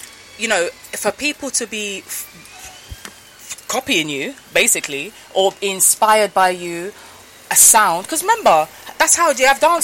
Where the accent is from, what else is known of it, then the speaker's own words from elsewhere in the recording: London, United Kingdom; I'm from Peckham, old school Peckham, and I'm not as young as I look. I'm nearly coming up to 40 soon in a couple of years.